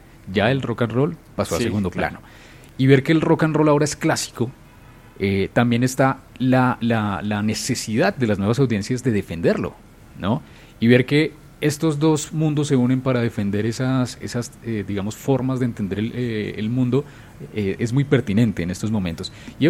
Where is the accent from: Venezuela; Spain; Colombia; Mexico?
Colombia